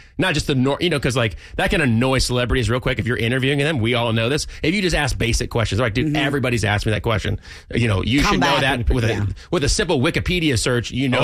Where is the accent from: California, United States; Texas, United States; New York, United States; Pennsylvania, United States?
California, United States; Irvine; I'm from Irvine.